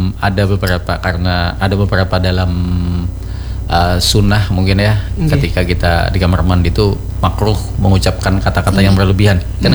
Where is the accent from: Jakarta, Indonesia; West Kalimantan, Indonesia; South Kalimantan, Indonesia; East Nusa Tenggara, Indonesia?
South Kalimantan, Indonesia; Banjar; kita itu orang Banjar